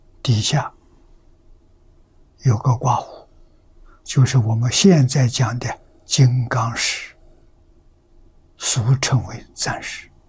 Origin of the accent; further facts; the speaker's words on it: China; 我们中国人叫五金，金银铜铁锡这五类